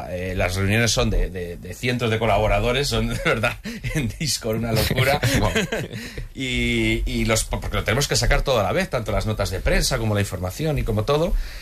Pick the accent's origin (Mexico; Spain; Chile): Spain; Guadalajara, Castilla-La Mancha; Aunque somos de Guadalajara muchos.